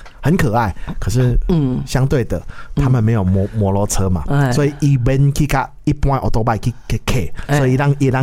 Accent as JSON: {"language": "Chinese", "country": "Taiwan", "said": "我们台湾人"}